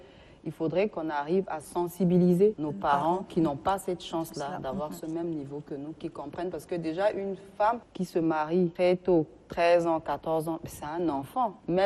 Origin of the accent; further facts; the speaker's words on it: Tandjilé, Chad; je suis de la Tangilée